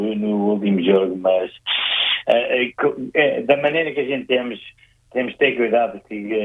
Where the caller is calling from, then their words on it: Portugal; como português